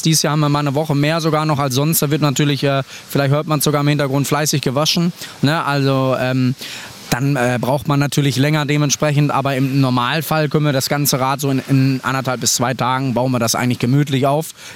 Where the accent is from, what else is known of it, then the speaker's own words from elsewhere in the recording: Bonn, North Rhine-Westphalia, Germany; Aus Bonn. Wir kommen ursprünglich aus Bonn.